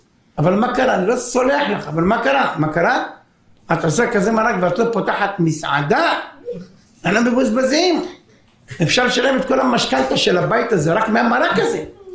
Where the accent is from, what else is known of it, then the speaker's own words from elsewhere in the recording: Haifa, Haifa District, Israel; אני בא להורים שלי גרו בחיפה. אני בא מחיפה.